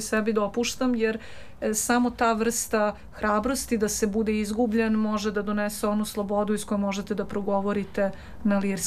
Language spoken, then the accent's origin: Serbian; Belgrade, Serbia; kao što je ljubav prema zemlji, tako i prema Beogradu, koji je moj zavičaj